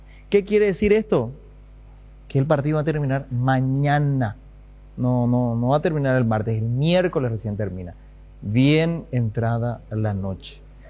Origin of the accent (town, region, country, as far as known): Paraguay